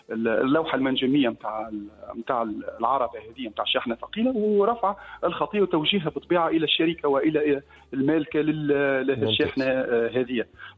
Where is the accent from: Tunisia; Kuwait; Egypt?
Tunisia; احنا الرادار اللي موجود عندنا في تونس